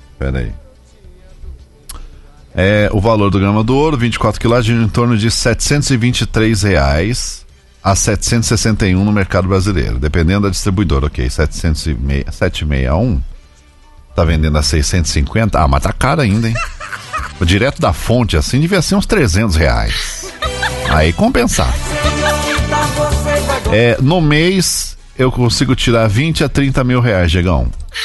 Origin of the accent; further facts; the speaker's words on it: Guarulhos, São Paulo, Brazil; Quando era moleque lá em Guarulhos, eu ia numa feira do rolo.